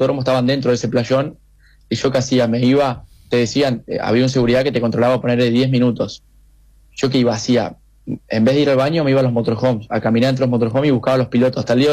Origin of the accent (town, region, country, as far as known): Formosa, Argentina; born or raised there